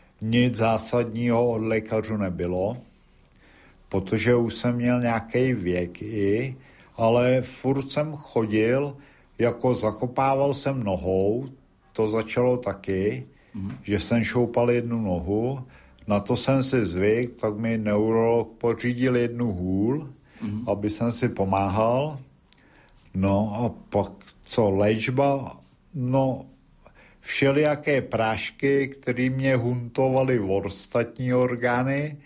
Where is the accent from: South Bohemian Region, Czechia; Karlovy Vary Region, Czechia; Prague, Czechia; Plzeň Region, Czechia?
Plzeň Region, Czechia; Sušice; Jsem ze Šumavy, z města Sušice Brána Šumavy.